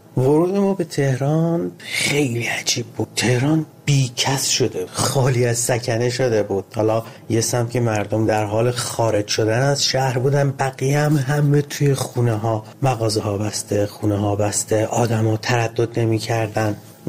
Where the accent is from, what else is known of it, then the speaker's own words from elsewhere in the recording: Ahvaz, Khuzestan, Iran; من کودکیم توی جنگ گذروندم، اهواز، و در تمام طول 8 سال جنگ من با این سیر افزایشی بمباران ها بزرگ می شدم.